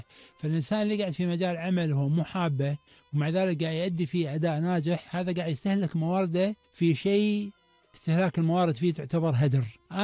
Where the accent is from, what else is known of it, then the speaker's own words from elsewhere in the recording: Kuwait; عندنا في الكويت